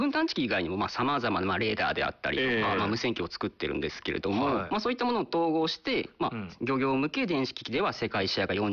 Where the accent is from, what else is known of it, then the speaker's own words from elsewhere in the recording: Izumi, Osaka, Japan; 私大阪の和泉市出身になります。